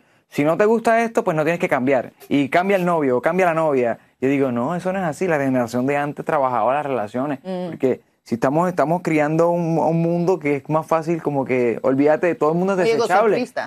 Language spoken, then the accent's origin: Spanish; Puerto Rico; Yo llegaba a Puerto Rico y decían, ¿tú eres caraqueño? Y yo, no, soy puertorriqueño, pero porque tú hablas así. Me cambió el acento.